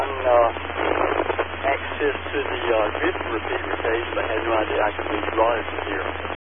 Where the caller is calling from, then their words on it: Emerald Isle, North Carolina, United States; I'm from Emerald Island.